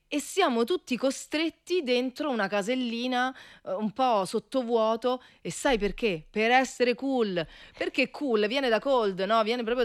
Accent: Rome, Lazio, Italy; also born or lived in Milan; Poi sono arrivata a Roma, cioè, tornata a Roma, io sono romana.

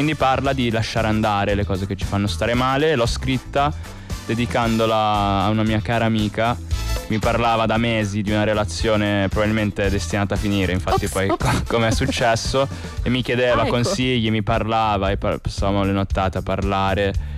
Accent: Genoa, Liguria, Italy; moved away as an adult; now in Milan, Italy; io sono di Genova, ho vissuto a Genova fino all'anno scorso, quando poi mi sono trasferito a Milano.

